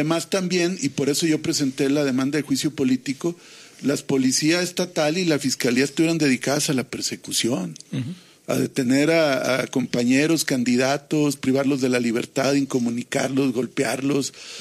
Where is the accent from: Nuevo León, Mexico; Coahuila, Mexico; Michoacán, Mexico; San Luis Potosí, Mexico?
Coahuila, Mexico; Torreón; yo que soy coahuilense, torreonense